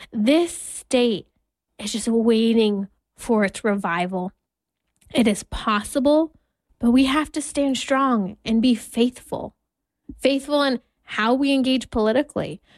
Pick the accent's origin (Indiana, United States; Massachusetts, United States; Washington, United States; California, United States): California, United States; I'm a native Californian. I've seen, even since my childhood, the change in my home state